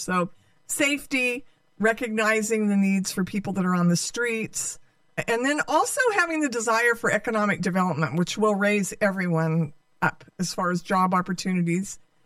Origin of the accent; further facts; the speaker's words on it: Modesto, California, United States; also born or lived in Oakland / Texas / San Francisco; I was born in Modesto, 1954, raised in Modesto, attended school here, graduated from high school, left for about 10 years after high school when I went to nursing school in Oakland